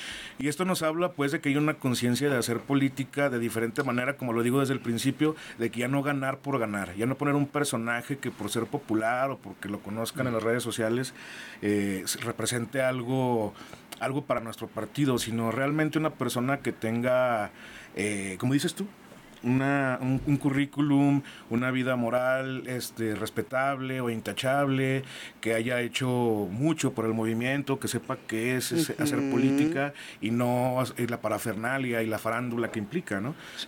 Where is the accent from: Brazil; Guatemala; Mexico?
Mexico